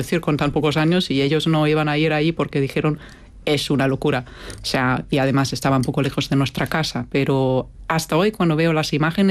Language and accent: Spanish; Germany; Spanish is a second language; moved away as an adult; now in Madrid, Spain; soy alemana afincada en Madrid desde hace, pues diría casi 15 años con interrupciones